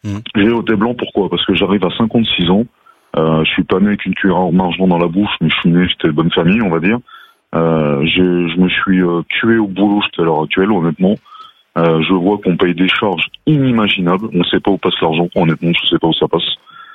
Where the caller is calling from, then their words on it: Chartres, Centre-Val de Loire, France; Alors moi, on habite Chartres.